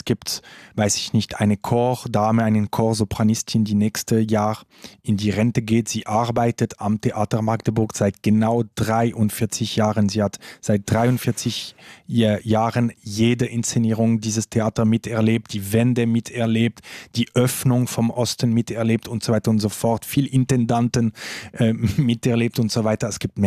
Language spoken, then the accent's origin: German; Romandy, Switzerland; now in Saxony-Anhalt, Germany; als Schweizer und vielleicht noch sogar als Westschweizer, also französischsprachige Schweizer